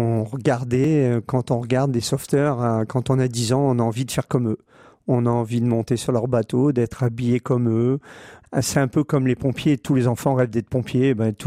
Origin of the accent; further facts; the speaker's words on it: Calais, Hauts-de-France, France; j'ai 65 ans, je suis né à Calais en 1960, et à Calais, on vit avec la mer, on vit avec le détroit du Pas-de-Calais